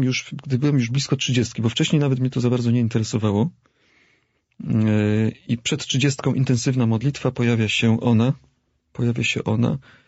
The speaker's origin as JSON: {"language": "Polish", "region": "Silesian Voivodeship", "country": "Poland", "tie": "born or raised there", "said": "mój tata pochodzi z Kresów i we mnie chyba taka dusza kresowiaka jest, czyli taka bardzo spontaniczna, ale urodziłem się na Śląsku i wychowałem się na podwórku śląskim, wśród kanysów, w ordungu, w porządku"}